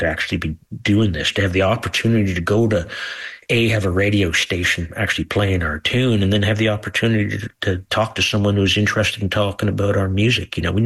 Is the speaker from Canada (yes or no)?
yes; Kingston, Ontario, Canada; We're just guys from Kingston, Ontario.